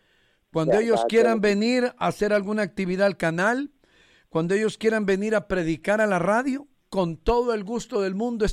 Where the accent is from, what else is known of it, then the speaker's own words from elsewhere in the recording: Honduras; Nosotros los latinos, específicamente los hondureños